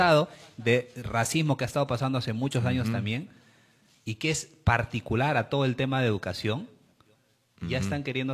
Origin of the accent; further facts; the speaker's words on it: Peru; nos ha preocupado como peruanos